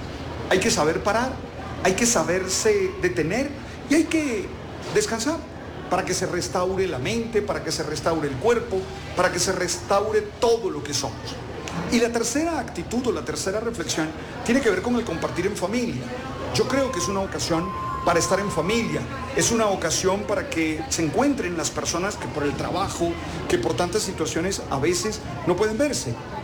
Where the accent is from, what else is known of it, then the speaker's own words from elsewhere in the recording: Colombia; Entonces necesitamos pensar en qué nos identifica como colombianos y aprovechar este momento para hacerlo, para lograrlo.